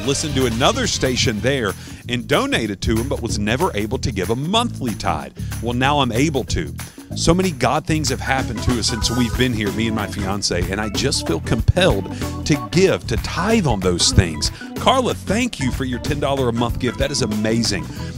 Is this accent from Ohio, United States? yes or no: no; Louisiana, United States; moved away; My home state.